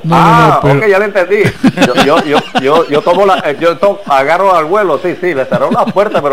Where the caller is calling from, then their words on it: Barranquilla, Atlántico, Colombia; de Barranquilla. Calidad, arenosa, pura alegría. Bueno, lo que no estamos alegres todavía somos nosotros los colombianos